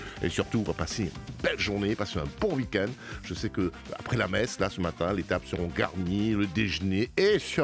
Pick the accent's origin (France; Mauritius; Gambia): Mauritius; chez nous à Maurice.